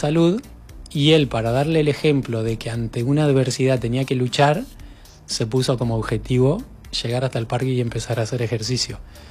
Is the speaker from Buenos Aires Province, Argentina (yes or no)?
yes; Trenque Lauquen, Buenos Aires Province, Argentina